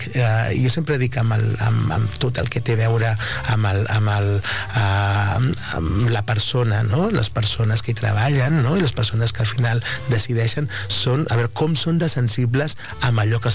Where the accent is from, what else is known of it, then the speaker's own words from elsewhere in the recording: Catalonia, Spain; aquells que som del Penedès